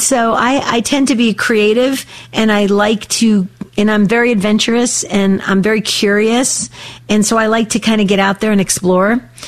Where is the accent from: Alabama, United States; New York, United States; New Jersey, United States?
New Jersey, United States; born or raised there; now in Arizona, United States